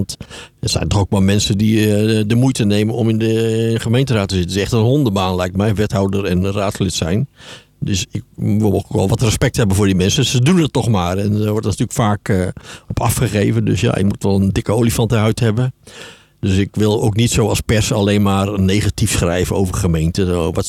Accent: Barneveld, Gelderland, Netherlands; moved away as an adult; also born or lived in Voorthuizen / Schagen / Katwijk; In Barneveld ook, waar ik vandaan kom. Ik heb in Voorthuizen gewoond.

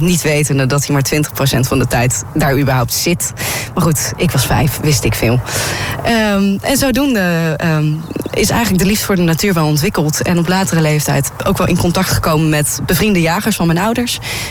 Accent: Gelderland, Netherlands; Ja, ik ben opgegroeid op de Veluwe, in de bossen daar, ook midden in de bossen.

